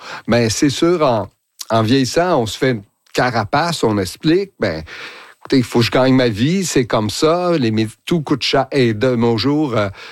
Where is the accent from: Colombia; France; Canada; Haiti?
Canada; Sainte-Adèle, Quebec; moi, je suis de Sainte-Adèle